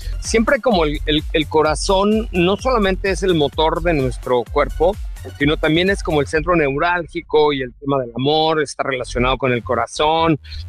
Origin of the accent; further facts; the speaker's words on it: Mexico; Así somos un poco los mexas